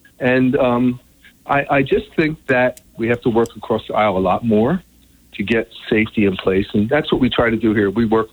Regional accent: Atlantic City, New Jersey, United States; And, as I feel, Atlantic City's my hometown. It's very sacred to me.

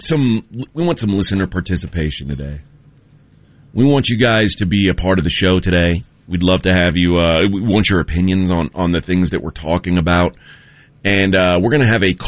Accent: Houston, Texas, United States; now in Central Texas, United States; I grew up in Houston

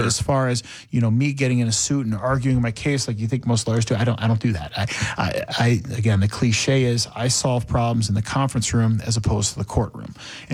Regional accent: Hubertus, Wisconsin, United States; also born or lived in Pennsylvania; I grew up here. I grew up in Washington County. I grew up in Hubertus. So that's my hometown.

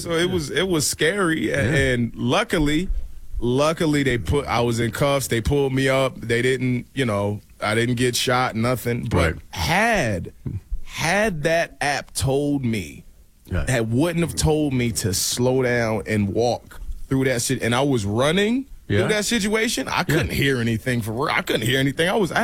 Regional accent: Virginia, United States; I'm from Virginia, man. Yeah. I've always been taught the etiquette of getting pulled over by a police officer, you know what I'm saying?

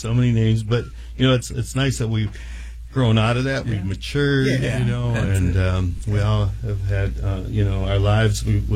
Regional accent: Bridgeport, Michigan, United States; Because I was from Bridgeport, you know, and in those days, you know, Bridgeport was looked a little upon differently.

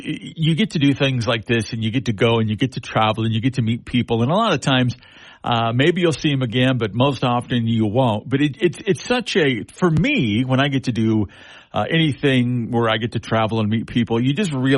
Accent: United States; I grew up just outside of Kansas City.

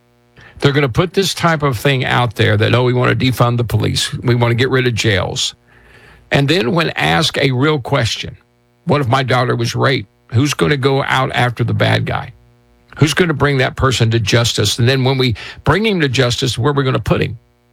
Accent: Oklahoma, United States; My daddy was a Democrat. My mama was a Democrat when I was growing up in Oklahoma

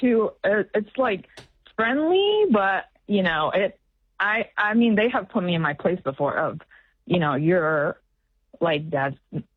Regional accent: United States; I grew up in the States with my mom.

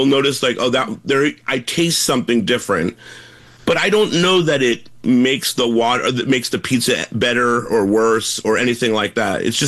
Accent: New Jersey, United States

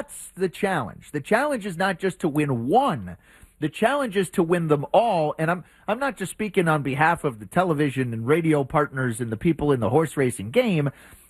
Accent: Denver, Colorado, United States; I'm from Denver. I just am in Cleveland

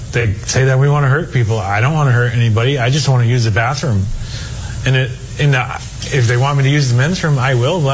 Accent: Farmington, Maine, United States; I'm from Farmington, Maine.

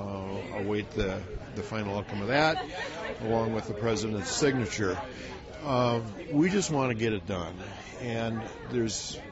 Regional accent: Minnesota, United States; I'm from South Central Minnesota

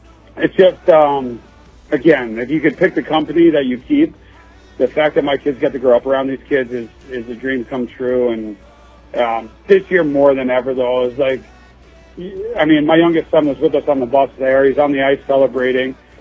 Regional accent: East Coast, United States; moved away; I'm from the East Coast

